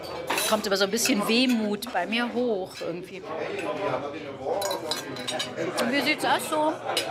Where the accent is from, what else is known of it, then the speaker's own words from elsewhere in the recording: Remscheid, North Rhine-Westphalia, Germany; Ja, ich komme so aus Remscheid, aus einem Handwerkerbetrieb, zwei ältere Schwestern.